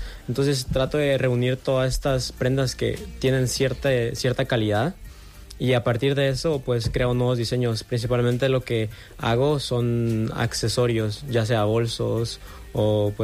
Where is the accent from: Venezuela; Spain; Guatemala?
Guatemala; Yo soy de Guatemala, tengo esta marca que se llama Defense